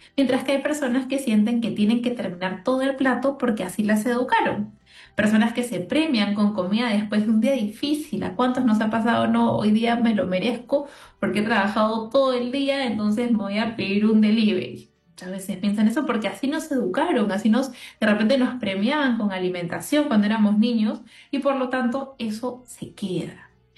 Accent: Peru

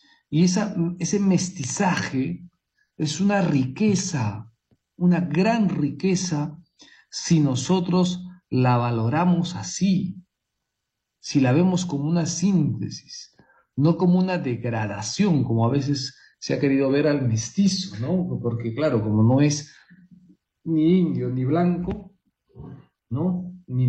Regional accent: Peru; Por eso podremos decir que pues en Perú es, no somos europeos, ¿no? La gran mayoría de nosotros incluso tampoco somos indígenas, somos mestizos.

